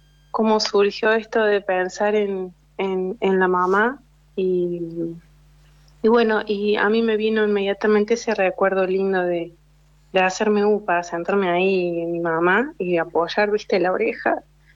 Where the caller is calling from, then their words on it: Córdoba, Argentina; Estoy como a 8 horas de donde estás vos. Vivo en Córdoba y soy mamá de 3 nenas.